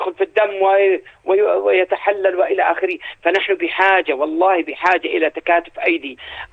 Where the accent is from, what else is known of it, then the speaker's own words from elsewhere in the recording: Amman, Amman Governorate, Jordan; هنا بوسط البلد في عمان